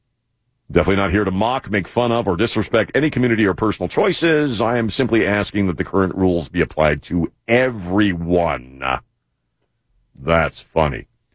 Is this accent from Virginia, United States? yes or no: no; Baltimore, Maryland, United States; born there; I grew up around the Baltimore Orioles